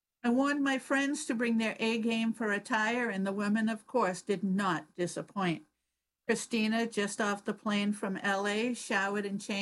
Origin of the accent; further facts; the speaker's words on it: Liberia; I'm from Liberia and I've trained my friends to eat fish on the bone